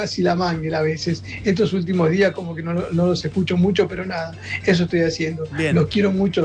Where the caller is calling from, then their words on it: Tigre, Buenos Aires Province, Argentina